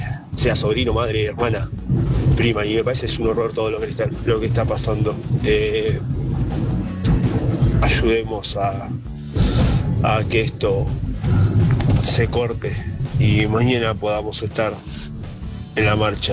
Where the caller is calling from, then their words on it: Argentina; de Las Ferreres.